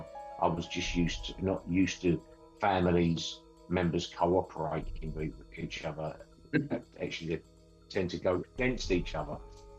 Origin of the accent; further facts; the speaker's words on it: London, United Kingdom; I grew up in the East End of London. It's pretty tough